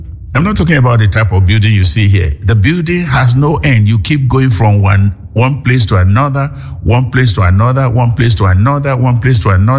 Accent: Nigeria; I was born in Nigeria in 1953 into a family who believe in God. We go to church. We belong to Anglican church.

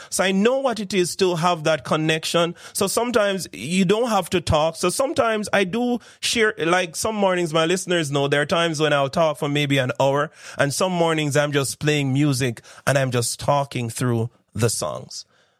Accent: Jamaica; I grew up in St. John's Road, if you didn't know, that's where I'm from. And I remember growing up, I didn't speak proper standard English.

